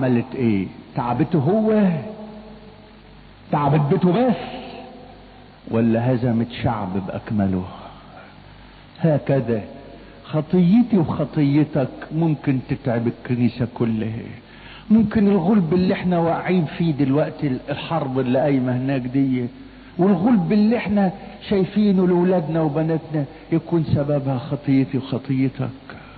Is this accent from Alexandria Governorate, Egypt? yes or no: no; Giza Governorate, Egypt